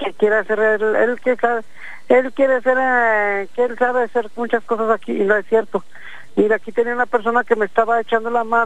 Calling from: Laguna Seca, Mexico; De aquí de la Laguna Seca

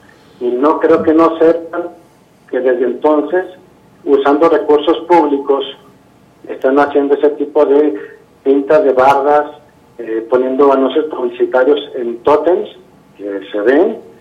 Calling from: Fresnillo, Zacatecas, Mexico; De aquí de Tresillo.

